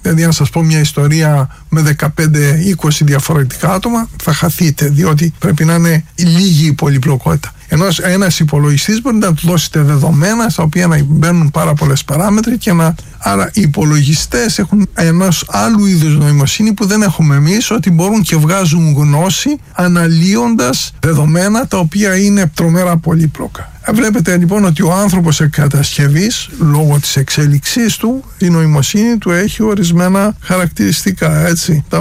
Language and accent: Greek; Greece; υπάρχει όλο το παρελθόν που σηκώνουμε στις πλάτες μας σαν Έλληνες